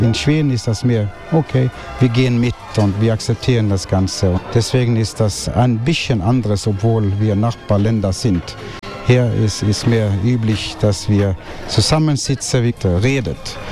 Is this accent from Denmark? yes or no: no; Bergen, Vestland, Norway; German is a second language; moved away; Bergen, auf der Westküste. Also wenn ich hergekommen bin seit 2010, dann habe ich ein Gefühl gehabt, dass ich zu Hause war.